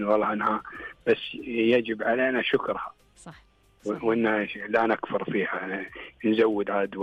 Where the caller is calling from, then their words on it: Riyadh, Riyadh Province, Saudi Arabia; أنا من أهل الرياض أصليين أساسيين.